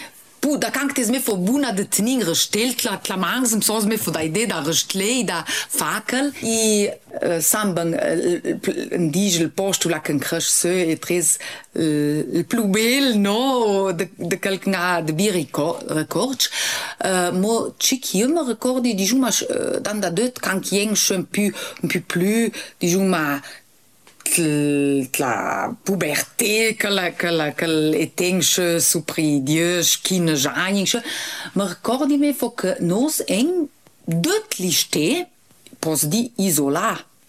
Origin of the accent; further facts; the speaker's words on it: Selva di Val Gardena, Trentino-Alto Adige, Italy; Io sono cresciuta su di Gardena, di Selva, di Avisa ula, sono cresciuta su sul Luc da Linaccia, che è sulla Selva diversa di Plan de Gralba